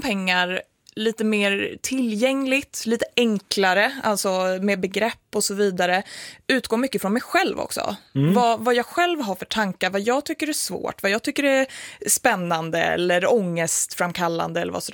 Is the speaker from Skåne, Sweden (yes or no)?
no; Gävle, Gävleborg County, Sweden; also born or lived in Hedesunda / Bomhus / Furvik; Men jag är uppvuxen från början i Hedesunda. Och när jag och min bror var 10 ungefär, då flyttade vi in till, inte stan så att säga, eller till Bomhus då.